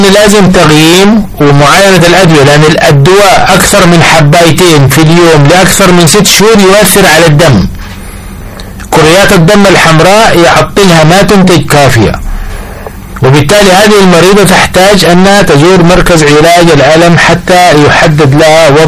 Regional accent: Sudan; احنا كسودانيين

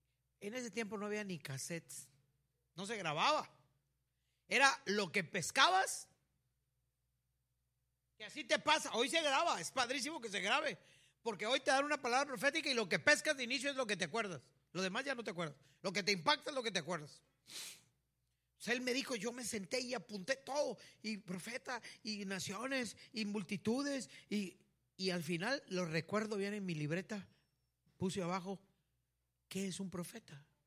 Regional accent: Tapachula, Chiapas, Mexico; yo vengo de Tapachula.

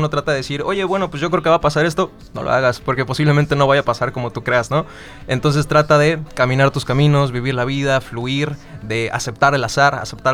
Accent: Mexico City, Mexico; moved away; Soy de la Ciudad de México, okay. Pero ya tengo aquí viviendo más de 20 años

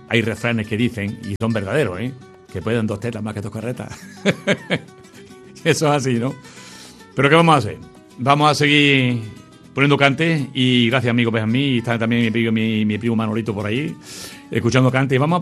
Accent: Spain; born or raised there

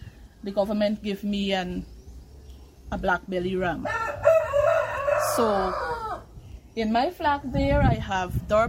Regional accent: Lovely Lass, Mahaica-Berbice, Guyana; I'm from Lovely Lass, West Coast Burbies, Region 5. I'm a farmer who mind sheep

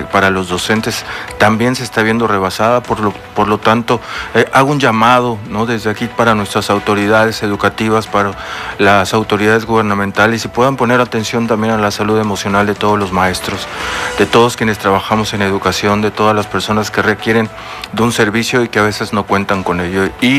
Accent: Campeche, Mexico; Retomar esto es poder tomar conciencia como campechanos, como mexicanos, como ciudadanos

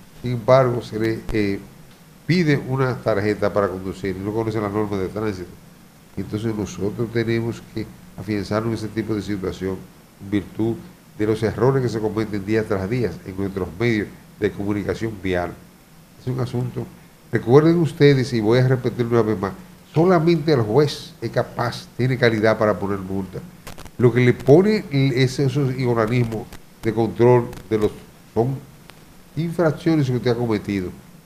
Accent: Dominican Republic; Ahora nosotros como dominicanos sí sabemos lo que tenemos en pie.

